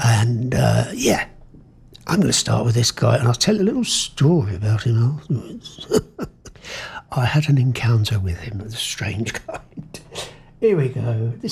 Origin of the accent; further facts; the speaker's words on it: United Kingdom; We will persevere. We do, because we're British.